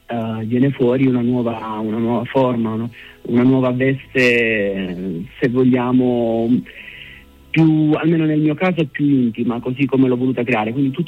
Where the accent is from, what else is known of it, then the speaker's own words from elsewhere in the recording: Apulia, Italy; Però il mio ritorno è dovuto soprattutto a un legame con la mia terra, con le mie radici